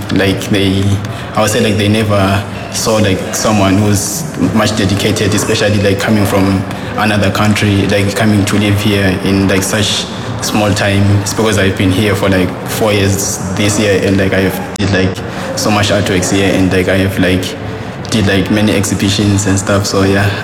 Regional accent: Zimbabwe; now in Ireland; I'm from Zimbabwe, but now I'm living in Mill Street, Quantico.

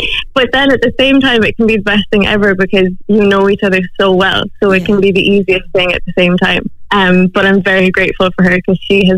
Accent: Cork, Munster, Ireland; moved away as an adult; now in Los Angeles, United States; so I live in LA for the past 5 years. I'm from Cork, but I live there with my sister.

